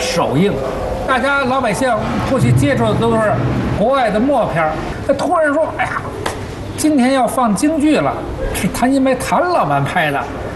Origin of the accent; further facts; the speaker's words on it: Beijing, China; 像我们六八年才搬走，我是四九年出生的。你看